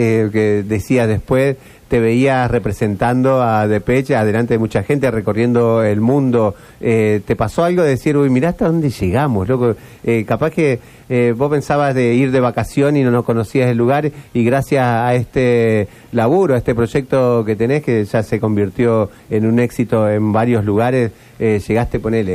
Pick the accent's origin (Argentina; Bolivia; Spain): Argentina; Mar del Plata, Buenos Aires Province; born there; moved away; vivíamos en Mar del Plata en esa época